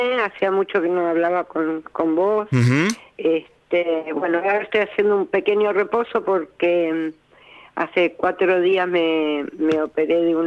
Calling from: Luján, Buenos Aires Province, Argentina; una carnicería de mi primo, que yo soy la encargada de hacer las milanesas, una carnicería muy grande que hay acá en Luján, muy conocida

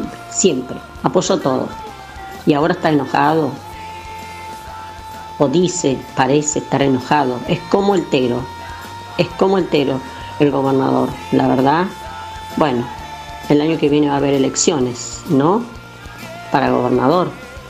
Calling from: Córdoba, Argentina; nosotros los cordobeses somos también argentinos

